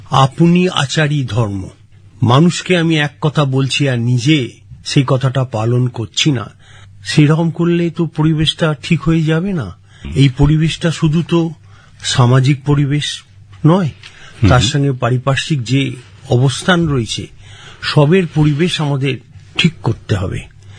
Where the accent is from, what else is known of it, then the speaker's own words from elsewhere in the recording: Bhandarhati, West Bengal, India; আমি গ্রামের ছেলে, গ্রামের নাম ভান্ডারাটি, হুগলি জেলার।